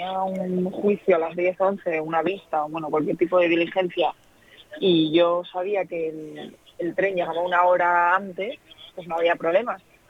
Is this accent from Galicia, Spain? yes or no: no; Asturias, Spain; moved away as an adult; now in Madrid, Spain; yo soy asturiana, vivo en Madrid, he viajado en tren desde que vine a hacer la carrera a Madrid.